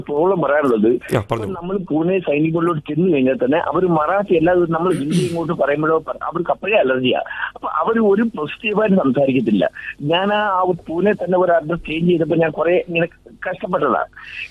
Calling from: Ochira, Kerala, India; ഓച്ചിറ എന്റെ കേരളത്തിൽ.

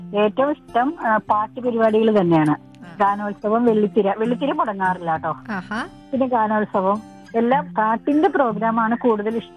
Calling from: Cheranallur, Kerala, India; എന്റെ വീട് ചേരനല്ലൂരിലെ എടയക്കുന്നം എന്ന് പറഞ്ഞ സ്ഥലത്താണ്.

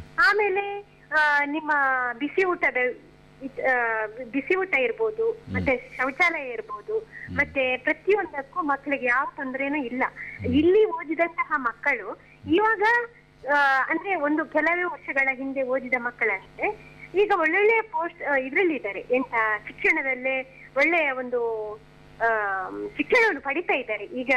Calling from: Udupi, Karnataka, India; ಉಡುಪಿಯಿಂದ ಸರ್.

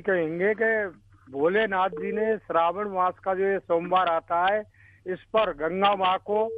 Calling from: Deeg district, Rajasthan, India; मैं ब्रज रेडियो श्रोता में … गांव थरावर तहसील कुमेर जिला डीग राजस्थान से।

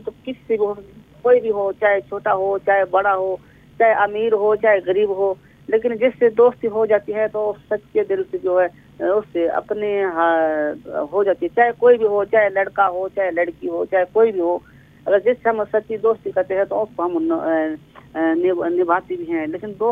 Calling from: Shimla, Himachal Pradesh, India; बात कर रहा हूँ शिमला से।

